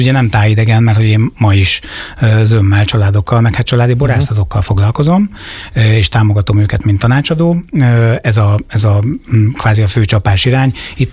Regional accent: Zamárdi, Somogy, Hungary; élek az agglomerációban, de van balatoni kötődésem, nem is kevés, ugyanis én gyakorlatilag az egész gyerekkoromat a Balatonon töltöttem, praktikusan Zamárdiban, tehát a déli parton.

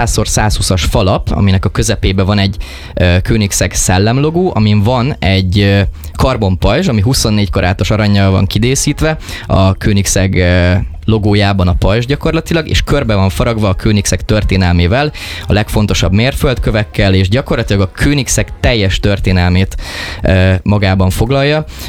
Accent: Hungary; magyarok vagyunk, és nem olaszok

